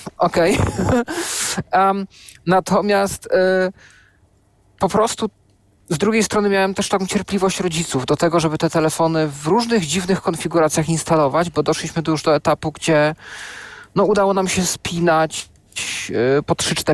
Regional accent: Knurów, Silesian Voivodeship, Poland; moved away; Ja pochodzę z Knurowa, województwo śląskie.

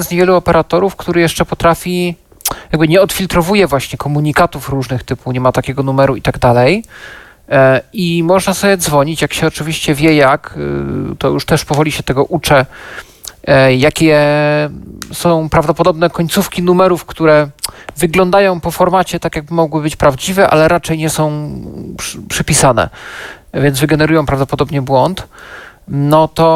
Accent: Knurów, Silesian Voivodeship, Poland; Ja pochodzę z Knurowa na Śląsku

